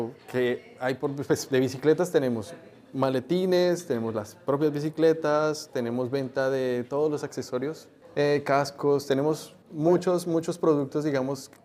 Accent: Colombia; now in Germany; Nosotros como colombianos siempre tenemos en miras Europa y sobre todo Alemania.

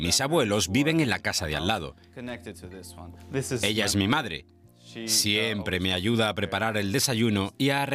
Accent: Tirana, Tirana County, Albania; tengo 16 años y vivo en Tirana. Esta es la ciudad en la que crecí y en la que viví muchas experiencias.

